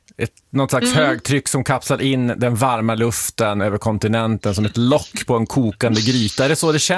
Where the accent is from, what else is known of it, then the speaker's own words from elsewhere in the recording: Sweden; Vi svenskar pratar ju bara väder.